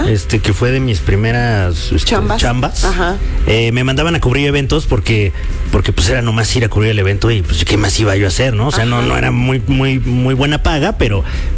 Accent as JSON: {"language": "Spanish", "country": "Mexico", "said": "Pues es que yo sí la reconocí como mexicano que soy."}